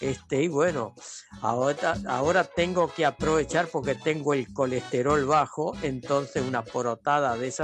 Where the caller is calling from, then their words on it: Uruguay; Lo canté como todo uruguayo.